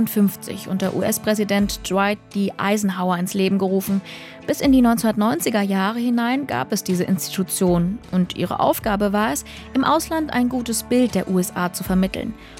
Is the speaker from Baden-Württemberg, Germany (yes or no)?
no; Dresden, Saxony, Germany; aber ich komme auch aus Dresden.